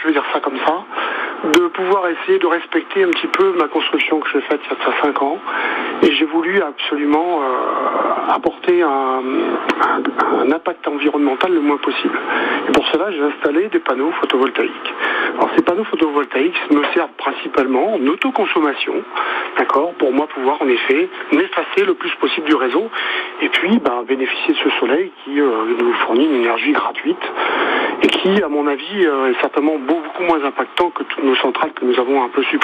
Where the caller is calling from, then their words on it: Jaillans, Auvergne-Rhône-Alpes, France; j'habite à Jaillant.